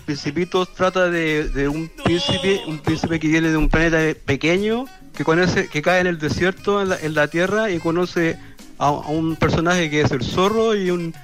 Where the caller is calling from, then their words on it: Quillota, Valparaíso, Chile; Y de su amigo … acá de Quillota